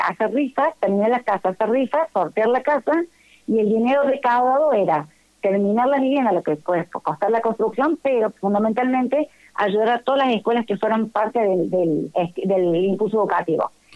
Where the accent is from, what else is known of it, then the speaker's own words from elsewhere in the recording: Almafuerte, Córdoba, Argentina; Somos el portal de Calamuchita